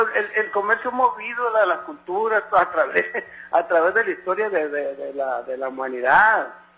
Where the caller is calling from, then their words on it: Mexico; somos nosotros los mexicanos como sociedad